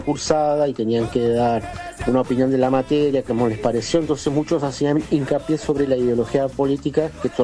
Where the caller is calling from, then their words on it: José C. Paz, Buenos Aires Province, Argentina; de José Paz